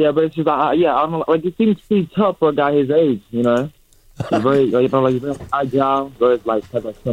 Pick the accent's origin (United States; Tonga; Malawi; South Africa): Malawi; English is a second language; also born or lived in Rwanda; now in Ipswich, United Kingdom; I was born in Rwanda, and my parents moved to Malawi, and we lived in a refugee camp for a while.